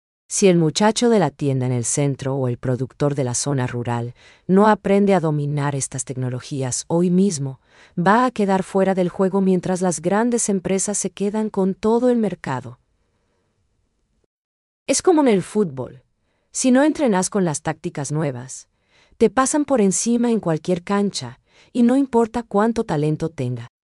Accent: Paraguay; ¿Estamos preparados nosotros como paraguayos para aprovechar estas herramientas o nos vamos a quedar mirando cómo otros avanzan?

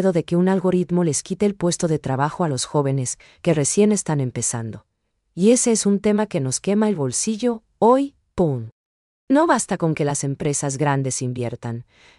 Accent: Paraguay; ¿Estamos listos nosotros como paraguayos para dominar estas máquinas

